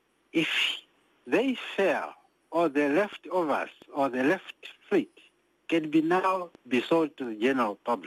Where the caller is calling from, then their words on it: Katima Mulilo, Zambezi, Namibia; Yes, I'm calling from Katua Muliro in the Zambezi region.